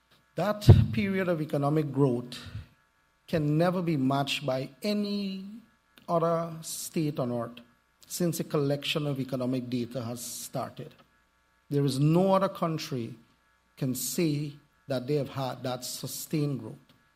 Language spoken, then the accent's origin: English; Guyana; I was in university in the United Kingdom and I was studying business and I said, I'm from Guyana.